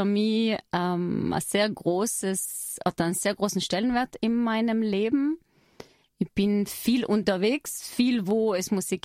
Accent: Trentino-Alto Adige, Italy

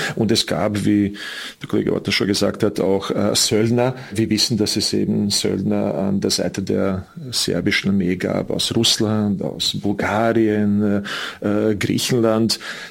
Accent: Prijedor, Republika Srpska, Bosnia & Herzegovina; in meiner Heimatstadt Prijedor sind 3100 Menschen getötet worden

